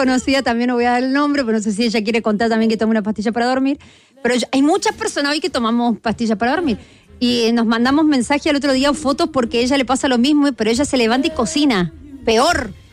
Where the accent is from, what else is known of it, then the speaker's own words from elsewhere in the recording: Argentina; moved away as an adult; now in Chile; para mí, como argentina.